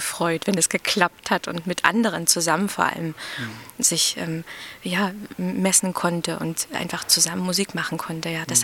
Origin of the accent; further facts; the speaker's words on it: Cottbus, Brandenburg, Germany; Die niedersorbische Heimat ist ja eben mein Zuhause.